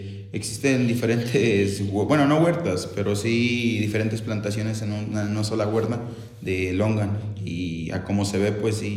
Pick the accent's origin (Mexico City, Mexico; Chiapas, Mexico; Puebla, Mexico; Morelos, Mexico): Puebla, Mexico; Hueytamalco; Yo vengo de la localidad del Progreso, Guaitamalco, Puebla.